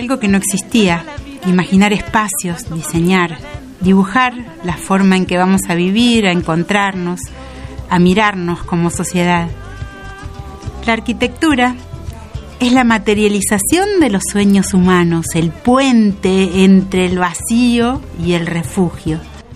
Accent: Patagonia, Argentina; soy cantora de la Patagonia.

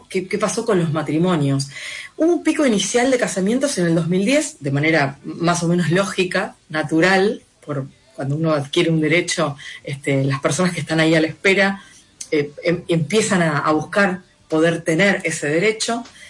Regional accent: Argentina; cosas que nos ponen como argentinos a la vanguardia

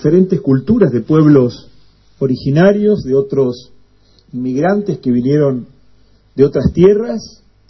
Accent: Chaco, Argentina; lo que somos los chaqueños

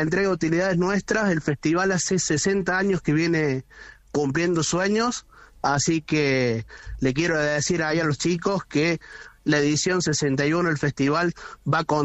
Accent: Argentina

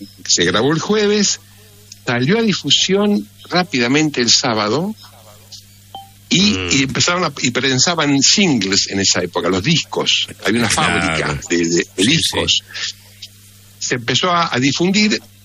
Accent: Mercedes, Buenos Aires Province, Argentina; moved away as an adult; now in Buenos Aires, Argentina; soy de Mercedes, de la ciudad de Mercedes, provincia de Buenos Aires.

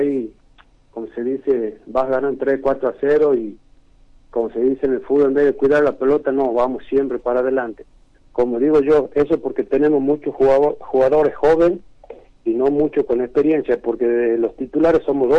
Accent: Argentina; also born or lived in Rosario / Buenos Aires; yo soy de acá, del Raro, del pueblo, y bueno, yo siempre he jugado afuera, me fui a Rosario, a Buenos Aires, jugué afuera, después me vine

